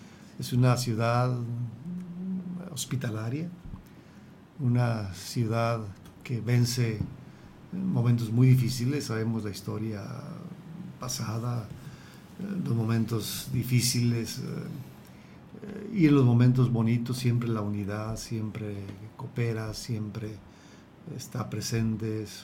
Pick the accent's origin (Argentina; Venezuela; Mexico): Mexico; León, Guanajuato; Soy de León.